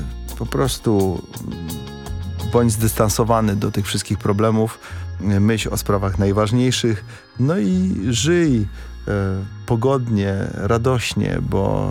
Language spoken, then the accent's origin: Polish; Lesser Poland, Poland; oni są góralami spod Kazbeku, my spod Giewontu.